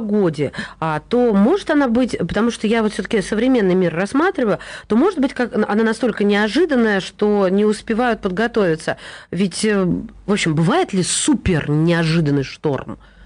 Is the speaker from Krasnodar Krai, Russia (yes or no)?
no; Kursk, Kursk Oblast, Russia; я просто родом из Курска.